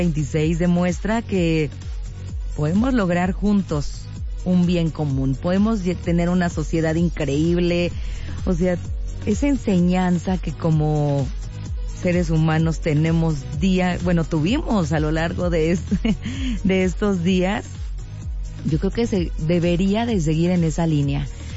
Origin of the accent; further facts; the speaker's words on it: Mexico; somos unos mexicanos increíbles